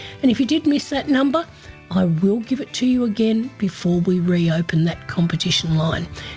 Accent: Horsham, Victoria, Australia; I'm broadcasting out of my hometown of Horsham in Western Victoria this morning.

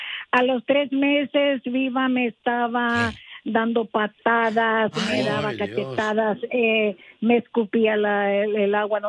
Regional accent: El Salvador; me dicen mis hermanas, nosotros somos del Salvador, y me dicen sí.

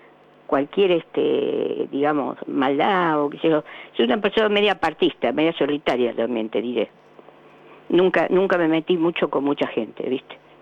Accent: Buenos Aires, Argentina; De Cava, capital, Belgrano.

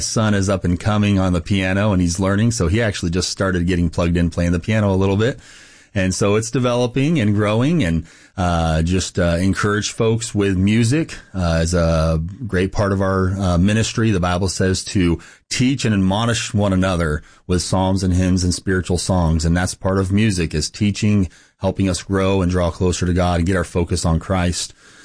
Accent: Clovis, California, United States; And so I grew up in Central Baptist Church there in Clovis, California.

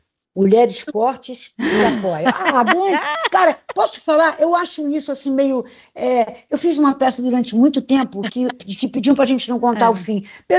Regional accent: Rio de Janeiro, Brazil; meu irmão, bem carioca, né, que eu sou carioca

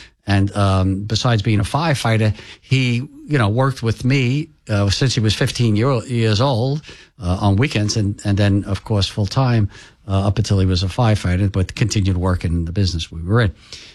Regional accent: Staten Island, New York, United States; We're all from Staten Island.

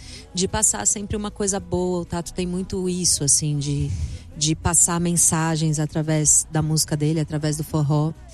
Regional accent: São Paulo, Brazil; Eu sou de São Paulo, super paulistana.

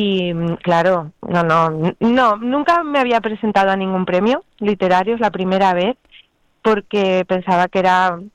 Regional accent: Aragon, Spain; now in Barcelona, Spain; a pesar de llevar más de 20 años aquí en Barcelona, suceden ahí, están imaginadas en los paisajes, en los pueblos, en las ciudades donde yo he pasado mi juventud, mi adolescencia. Sí, vuelvo a Aragón.

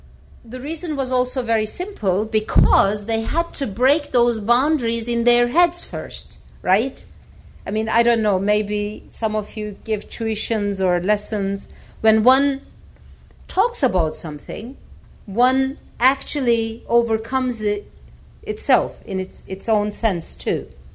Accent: Tunceli Province, Turkey; if I'm, let's say, from Dersim, and I am from Dersim, you know, they would be mostly educated

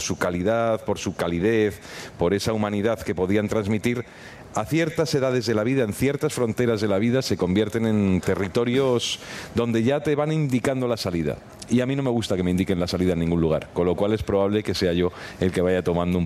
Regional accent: Madrid, Community of Madrid, Spain; los que somos de Madrid también tenemos a veces esa sensación de que la ciudad conviene ir distanciándose de ella de vez en cuando.

